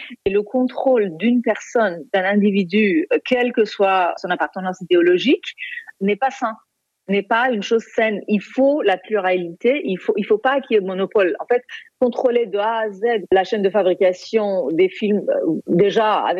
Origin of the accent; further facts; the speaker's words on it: Iran; Je suis d'origine iranienne, j'ai grandi en Iran